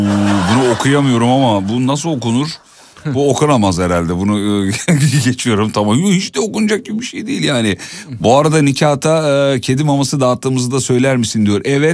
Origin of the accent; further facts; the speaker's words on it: Erzurum, Turkey; Bizim yörelerin Erzurum yöresine ait bir eserdi.